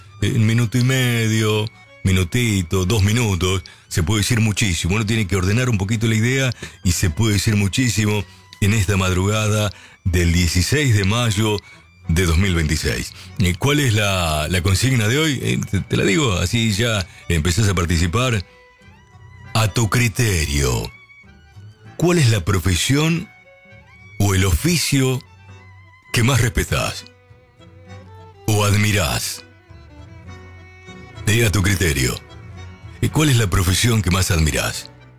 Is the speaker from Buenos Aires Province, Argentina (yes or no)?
yes; Lincoln, Buenos Aires Province, Argentina; moved away; Cuando yo salí del pueblo, yo salí de Lincoln, alguna vez me dijo mi viejo, y mi vieja también me lo recalcó, Dios aprieta, pero no ahorca.